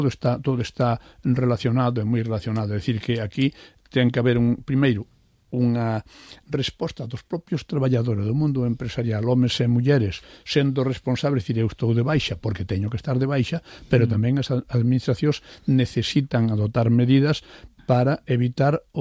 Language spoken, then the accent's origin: Galician; Sober, Galicia, Spain; born there; eu son nacín en Vigo, pero nacín en Sober